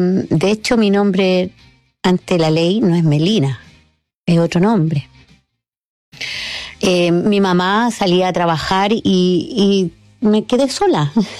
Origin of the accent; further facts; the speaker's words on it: Parral, Maule, Chile; born there; Pero hace muchos años, yo nací en Parral, una historia bien de hartas carencias afectivas